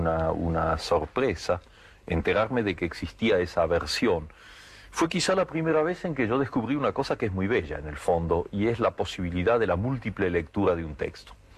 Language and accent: Spanish; Argentina; mi reacción como argentino